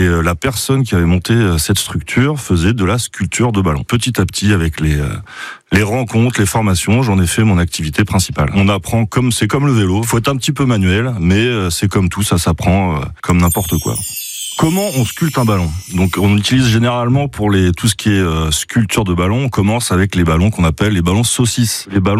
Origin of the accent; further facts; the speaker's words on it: Île-de-France, France; born there; moved away as an adult; now in Le Mans, France; j'ai 49 ans, je suis né en région parisienne dans le 92 et j'habite au Mans depuis environ 4 ans maintenant.